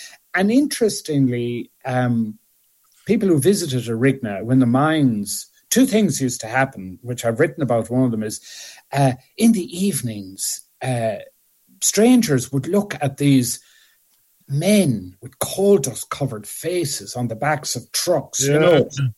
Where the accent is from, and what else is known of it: Arigna, Connacht, Ireland